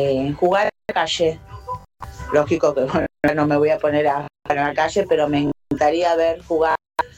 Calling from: Villa Insuperable, Buenos Aires Province, Argentina; de Villa Insuperable.

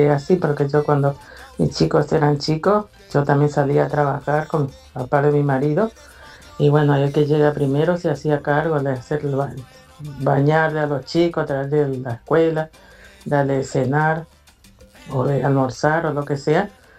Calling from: Machagai, Chaco, Argentina; de Machagay

